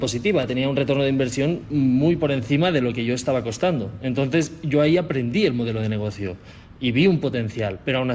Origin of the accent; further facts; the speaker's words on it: Spain; y con qué criterio voy a recomendar yo, como un español que apenas ha probado comida, comida mexicana.